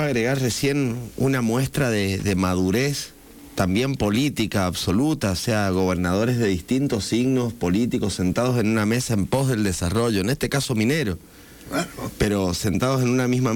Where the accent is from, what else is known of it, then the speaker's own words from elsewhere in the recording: Argentina; Entonces, bueno, yo, como te digo, como argentino